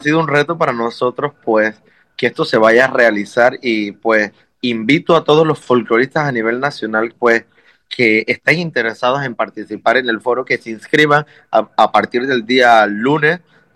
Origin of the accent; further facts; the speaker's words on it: Panama; muchísimas cosas patrias que uno como panameño vive